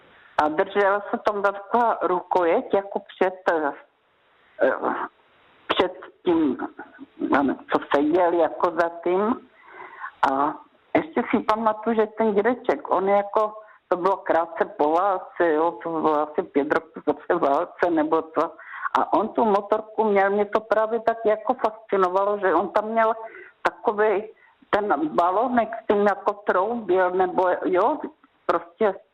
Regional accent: Olomouc, Olomouc Region, Czechia; já jsem jezdila jako holka k dědečkovi na Svatý kopeček, protože jsem bydlela v Olomouci

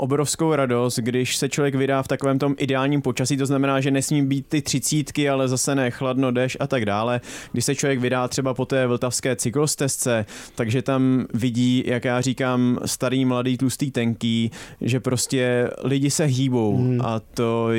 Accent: Prague, Czechia; protože jsem ze Zbraslavy

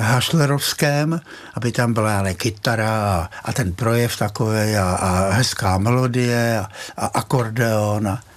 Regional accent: Motyčín, Central Bohemian Region, Czechia; born there; já jsem se narodil v Motyčíně, to je u Kladna

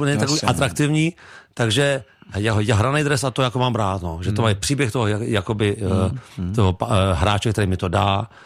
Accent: Prague, Czechia; A narodil jsem se na Bojišti, Praha 2. Celý život jsem jako v Praze.

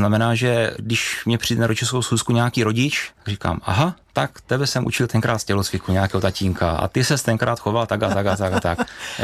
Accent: Šumperk, Olomouc Region, Czechia; born there; also born or lived in Staré Město; Já jsem se narodil v Šumperku, což je okresní město tam celé oblasti, no bývalé okresní město. Někdy v 99. roce jsem se přestěhoval do Starého Města. Tam jsem působil, nebo žil 10 let.

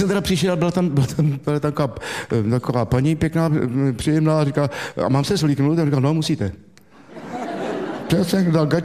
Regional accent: Zlín, Zlín Region, Czechia; moved away as an adult; já jsem kusek odsaď, já jsem ze Zlína. Já jsem byl ve Zlíně, že jo, celý leta jsem žil, nebo do svých 19 roku jsem žil ve Zlíně.

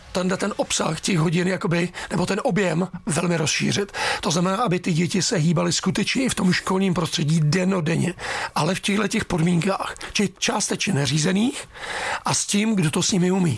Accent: Příbram, Central Bohemian Region, Czechia; No samozřejmě, já jsem Příbramák, jsem z Brd, takže já jsem tam je opět stupňů neustále méně než Praze.

